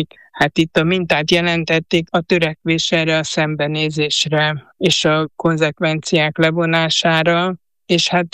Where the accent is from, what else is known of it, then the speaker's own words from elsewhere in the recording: Hungary; Én, és szerintem nagyon sokan a Kádár rendszerben abban nőttünk föl